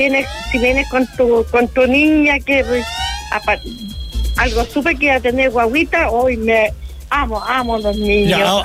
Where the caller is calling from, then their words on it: Teno, Maule, Chile; te hablo de Teno.